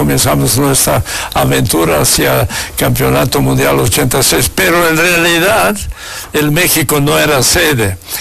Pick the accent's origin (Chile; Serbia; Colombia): Serbia; Belgrade; Spanish is a second language; moved away as an adult; Yo soy de Serbia.